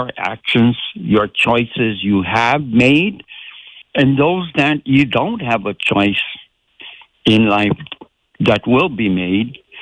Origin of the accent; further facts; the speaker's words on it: Hawaii, United States; we are from Hawaii